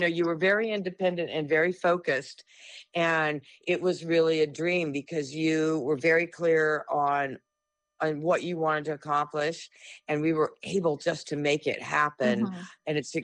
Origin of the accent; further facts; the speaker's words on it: Brawley, California, United States; also born or lived in Yuma, Arizona; I was born in Yuma, Arizona, and I was raised in a very small agricultural town, Brawley, California, in the Imperial Valley on the inland tip of California.